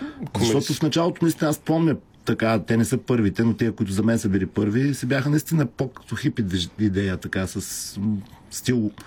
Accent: Ruse, Ruse Province, Bulgaria; понеже съм родом от Русе, в Русе си правихме Джулай Ивнинг, защото там зареза е много хубав.

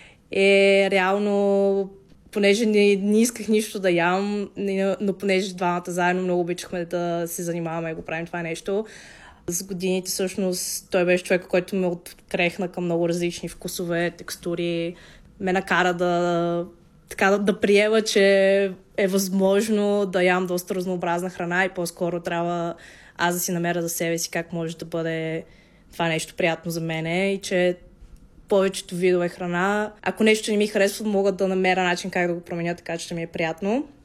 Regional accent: Vratsa, Vratsa Province, Bulgaria; понеже ние сме от малък град, Враца, там няма как да опиташ нещо, което, дали, не е стандартно българско

